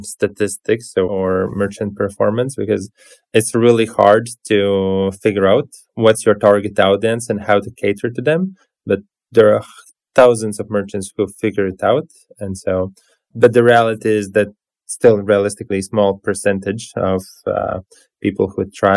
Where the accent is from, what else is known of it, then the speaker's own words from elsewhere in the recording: Latvia; English is a second language; The key connection is that we are both from Latvia.